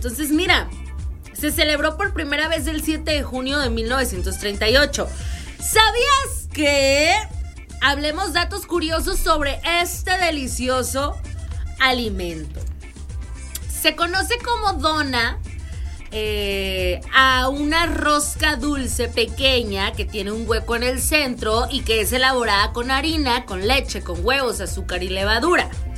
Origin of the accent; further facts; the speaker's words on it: Sonora, Mexico; Señores, soy de Sonora y sangre de ella aquí tengo.